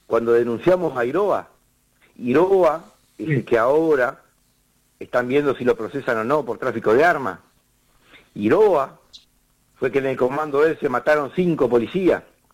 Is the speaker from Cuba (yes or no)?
no; Cerro Chato, Uruguay; en Cerro Chato, en mi pueblo.